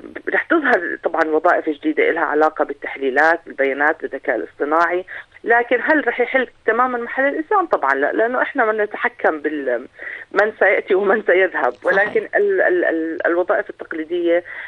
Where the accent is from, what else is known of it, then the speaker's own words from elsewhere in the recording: Jordan; يعني إحنا هون في الأردن